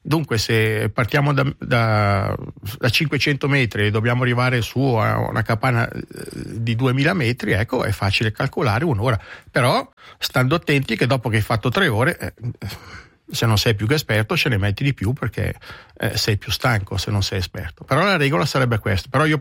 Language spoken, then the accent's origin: Italian; Ticino, Switzerland; In Ticino siamo ben organizzati